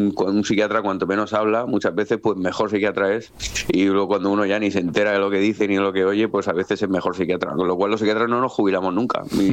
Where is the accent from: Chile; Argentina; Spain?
Spain; Le digo a los americanos, y yo como español, muy orgulloso de mi prepucio que tengo todavía